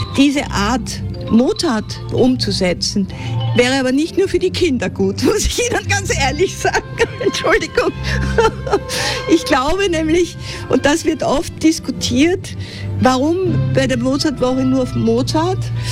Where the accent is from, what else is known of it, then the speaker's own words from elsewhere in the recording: Salzburg, Austria; Ich bin selber eine Salzburgerin, kenne das Theater aus Kindertagen